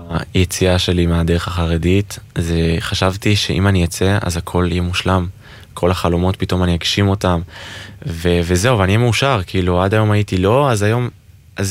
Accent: Northern District, Israel; בן 20, מקיבוץ בצפון, קיבוץ גבעת.

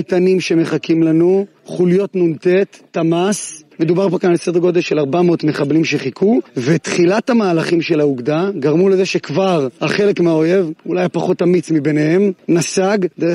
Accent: Northern Israel, Israel; אני גדלתי בצפון, חטפתי את הטילים כל השנים ואת האיום.

